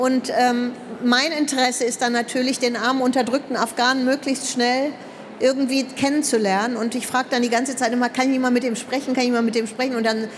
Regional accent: Germany; born there; Ich soll dahin, wo ich herkomme und so weiter. Ich bin hier geboren, auch egal.

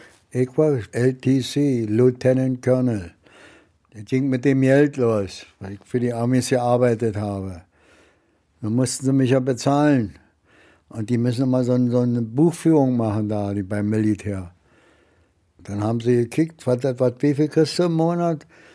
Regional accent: Berlin, Germany; Ich bin hier geboren, 1940. Aber hier war amerikanisch besetzte Zone.

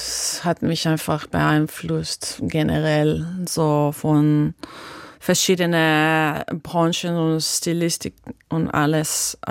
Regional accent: Slovenia; first language Slovenian; German is a second language; moved away as an adult; now in Berlin, Germany; finde, dass ich sogar mich besser ausdrücken kann auf Englisch als auf meiner Muttersprache Slowenisch, weil ich bin schon so lange hier und ich habe so keine slowenische Community hier. Deswegen, ich habe sehr lange nur Englisch gesprochen und jetzt rede ich auch Deutsch

